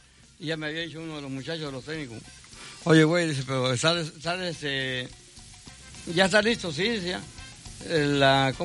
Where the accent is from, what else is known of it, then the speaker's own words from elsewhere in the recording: Alvarado, Veracruz, Mexico; Yo nací en Alvarado, como todos saben, en Alvarado, Veracruz. Fui criado en Las Escolleras, municipio de Alvarado